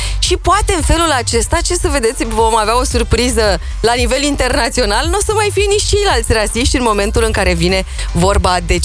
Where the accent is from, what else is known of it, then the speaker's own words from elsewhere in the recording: Târgu Jiu, Gorj County, Romania; now in Bucharest, Romania; la mine la Târgu Jiu